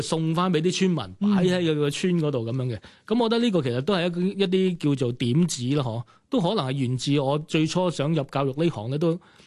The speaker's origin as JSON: {"language": "Cantonese", "country": "Hong Kong", "said": "我自己的而且確都係圍村人。 哦， 不過唔係西貢，喺屯門。"}